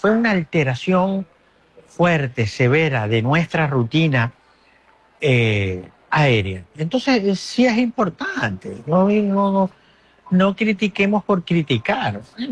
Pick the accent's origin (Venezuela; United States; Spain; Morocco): Venezuela; now in Maracaibo, Venezuela